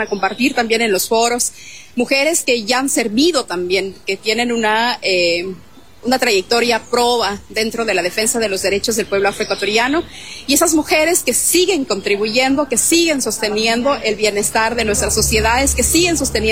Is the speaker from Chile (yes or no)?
no; Ecuador; que hay que seguirnos reconociendo como un pueblo intercultural, plurinacional, que es la riqueza mayor que tenemos como ecuatorianos.